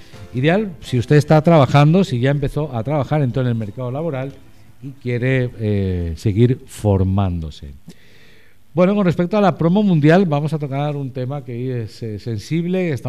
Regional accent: Spain; Yo que crecí en España

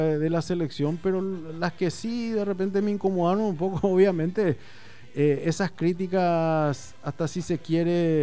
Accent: Paraguay; uno como paraguayo siente ese golpe que te dan los muchachos

